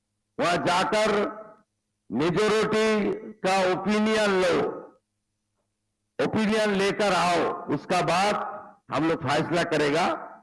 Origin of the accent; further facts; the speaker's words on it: West Bengal, India; मैं बंगाल से आती हूं, सॉन ऑफ द सॉयल हूं, ये बंगाल भारत में है